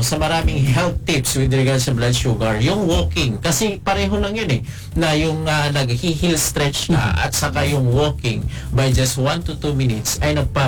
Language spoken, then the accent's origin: Tagalog; Mindanao, Philippines; moved away; Doon sa amin sa Mindanao